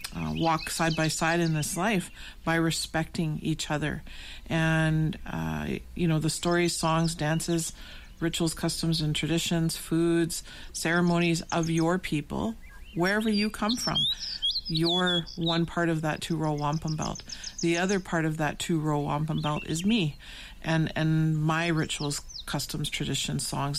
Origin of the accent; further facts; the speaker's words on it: Manitoulin Island, Ontario, Canada; now in Sault Ste. Marie, Canada; I come from the Crane Clan. I am originally from Manitoulin Island, on a community known as Wakumakong Unceded Indian Territory, and currently reside here in Bawating, or Sault Ste. Marie, Ontario, Canada, in the heart of the Great Lakes region, on beautiful Turtle Island.